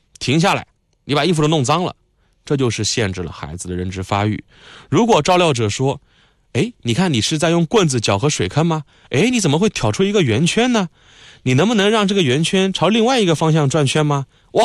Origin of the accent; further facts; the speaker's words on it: southern China, China; accent: northern; 所以我虽然是一南方人了，但大家听我的口音里边多少带点北方口音，就可能跟小时候听了大量的相声有关